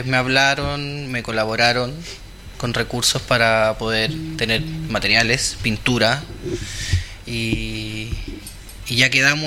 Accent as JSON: {"language": "Spanish", "town": "San Antonio", "region": "Valparaíso", "country": "Chile", "tie": "born there", "said": "Mira, yo empecé en San Antonio. Yo nací en San Antonio y llevo como 3-4 meses ya viviendo en Cartagena."}